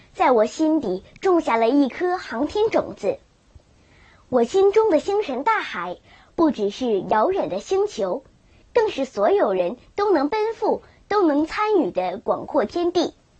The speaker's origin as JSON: {"language": "Chinese", "country": "China", "said": "我们中国人望向星空的浪漫与执着"}